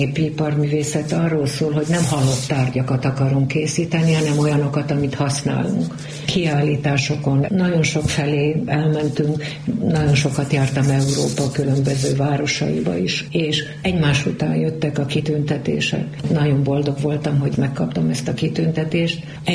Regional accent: Hungary; Ízig, vérig palócnak mondom magam.

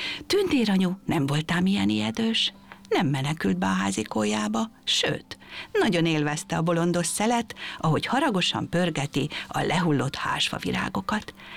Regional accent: Kapuvár, Győr-Moson-Sopron, Hungary; és Kapuvárból jöttem.

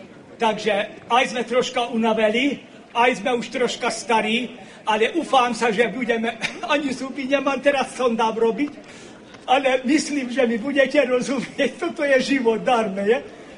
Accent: Sámsonháza, Nógrád, Hungary; Veľmi sme zďaleka prišli zo Šamšonházu, to je veľmi pekná dedina. Taká hádana není to v Maďarsku.

